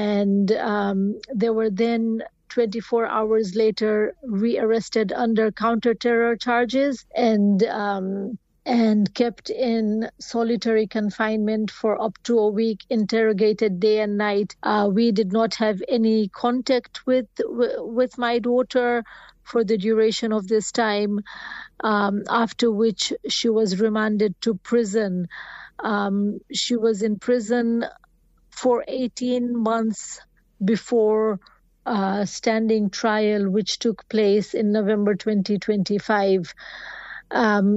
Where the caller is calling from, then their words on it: London, United Kingdom; So I am actually speaking from London, United Kingdom, and I'm here to share the story of my young daughter